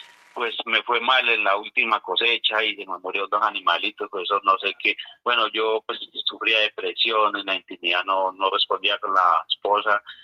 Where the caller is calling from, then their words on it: Saboyá, Boyacá, Colombia; lo estoy llamando de Saboyá, Boyacá